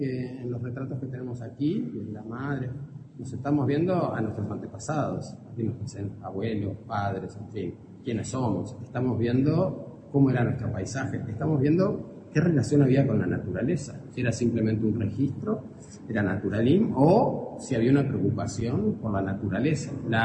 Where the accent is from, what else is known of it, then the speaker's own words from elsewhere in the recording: Montevideo, Uruguay; yo soy de Montevideo